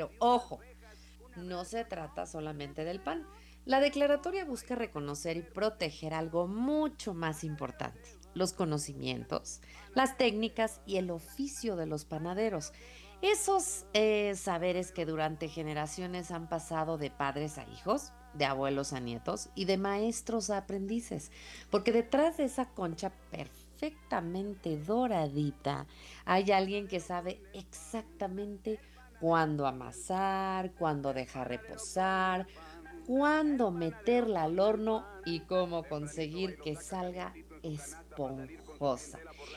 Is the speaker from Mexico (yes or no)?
yes; Mexico; La verdad, como buena mexicana, amo el pan dulce.